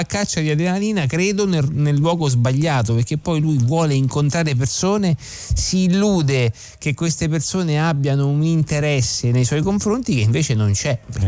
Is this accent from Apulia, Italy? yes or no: no; Rome, Lazio, Italy; Siamo di Roma